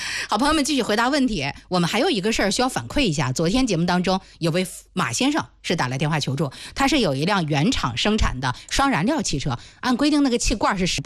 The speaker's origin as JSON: {"language": "Chinese", "region": "Hebei", "country": "China"}